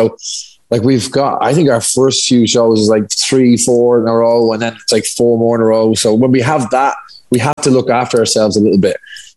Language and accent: English; Dublin, Leinster, Ireland; we're both from Dublin.